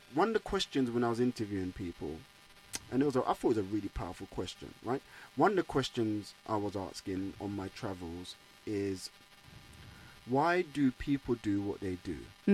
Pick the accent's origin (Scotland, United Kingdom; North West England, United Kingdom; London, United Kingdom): London, United Kingdom; growing up in Brixton, South London